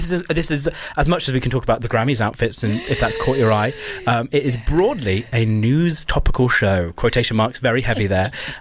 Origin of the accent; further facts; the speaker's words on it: South West England, United Kingdom; Dorset Council, one close to my heart, my Dorset Council, probably my hometown council, has voted to scrap free evening parking in favour of 24/7 charges.